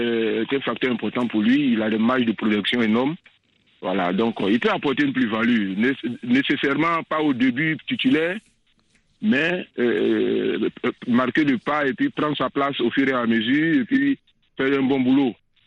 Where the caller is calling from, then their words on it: Abidjan, Côte d’Ivoire; on est ivoirien